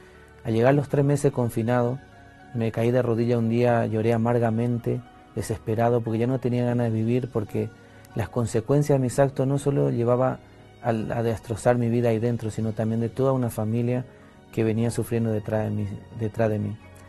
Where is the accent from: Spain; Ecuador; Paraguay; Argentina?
Paraguay; soy paraguayo, provengo de una familia de 4 hermanos.